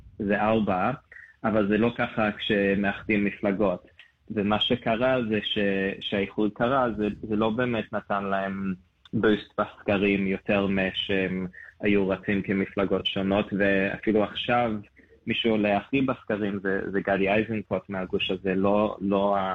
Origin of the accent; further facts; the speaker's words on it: Melbourne, Victoria, Australia; moved away as an adult; now in Israel; אני גדלתי במלבורן, הייתי מורה בתיכון שם במספר בתי ספר יהודים, וב-2018 אני עליתי לארץ עם המשפחה שלי